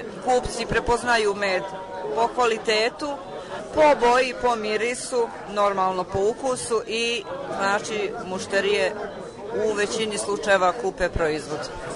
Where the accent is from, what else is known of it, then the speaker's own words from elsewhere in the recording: Bijelo Polje, Bijelo Polje Municipality, Montenegro; Dolazimo iz Bijelog polja